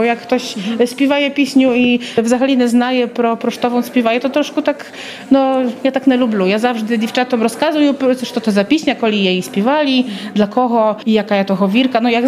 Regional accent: Tyluszki, Podlaskie Voivodeship, Poland; Ну я сама з Тилушок, в село Тилушки.

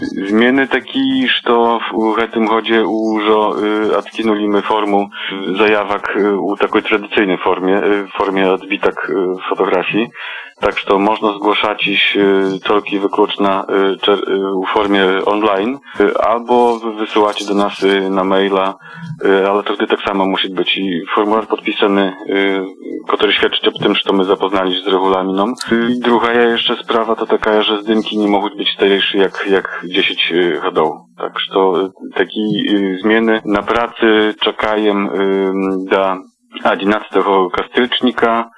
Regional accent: Podlaskie Voivodeship, Poland; наш рэгіён ад іншых рэгіёнаў у Польшы

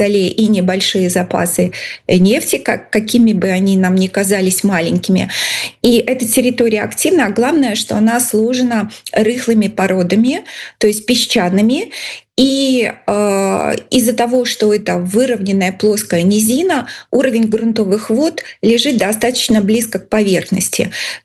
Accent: Mogilev, Mogilev Region, Belarus; я выросла в Могилеве, но уже не буду так прятать свой возраст. Мне было 9 лет, когда случилась авария, на Чернобыльской аварии.

